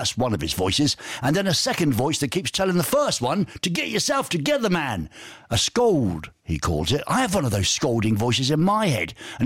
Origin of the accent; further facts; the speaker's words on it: England, United Kingdom; You know, I'm an Englishman.